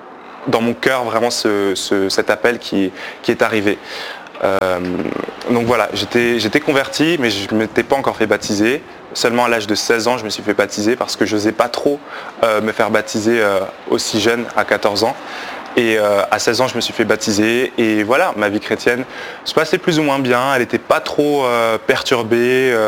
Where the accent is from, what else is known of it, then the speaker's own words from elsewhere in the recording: Belgium; Donc j'ai grandi en Belgique, du coup, voilà, j'ai eu une enfance assez normale avec ma famille qui est chrétienne